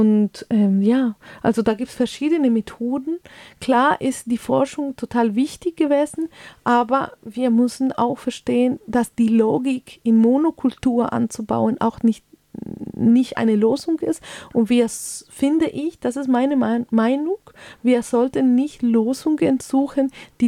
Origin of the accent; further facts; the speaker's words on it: Colombia; German is a second language; Also ich bin aus Kolumbien und mit diesen Kultur aufgewachsen